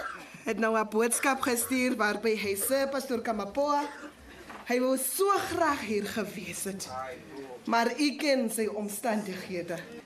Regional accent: Otjimbingwe, Erongo, Namibia; ons is van Otjimingwe en my broer is van Otjimingwe.

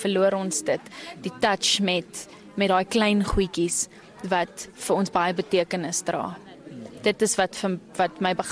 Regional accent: Windhoek, Khomas, Namibia; Ek is 27, ek is gebore en groot geword in Windhoek, maar my familie kom van Gobabis af. Ek is eintlik 'n

